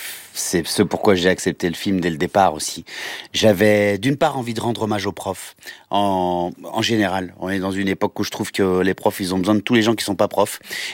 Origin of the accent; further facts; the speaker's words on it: Réunion, France; puisque moi aussi je suis réunionnais